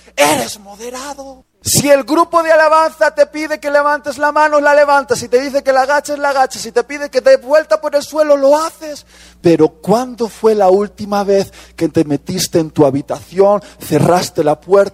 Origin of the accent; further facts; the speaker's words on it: Spain; Soy español. Yo he sido educado en la iglesia para ser un perfecto moderado.